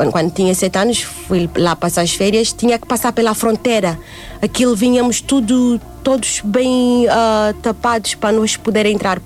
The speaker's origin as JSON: {"language": "Portuguese", "country": "Namibia", "said": "Exatamente, porque nós somos do norte da Namíbia e a guerra teve mais no norte de Angola."}